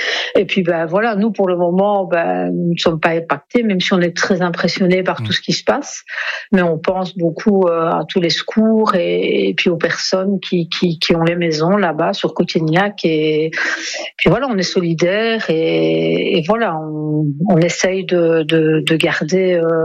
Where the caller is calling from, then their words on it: Belgium; on vient de Belgique, d'un petit coin où il n'y a jamais eu d'incendie.